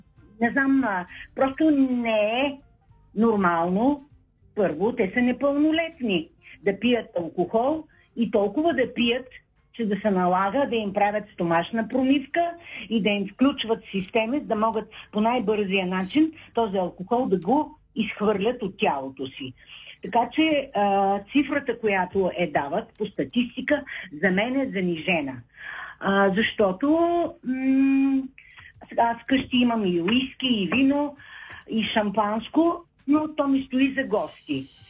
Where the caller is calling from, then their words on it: Shumen, Shumen Province, Bulgaria; съм от Шумен.